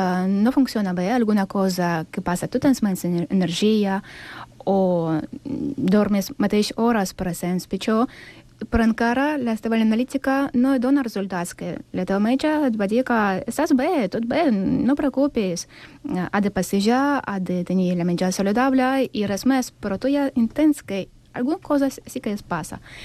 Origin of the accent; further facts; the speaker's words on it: Sant Cugat del Vallès, Catalonia, Spain; Soc de Sant Cugat, però a cada setmana vaig a Vilafranca de Penedès perquè els senseis són meravellosos.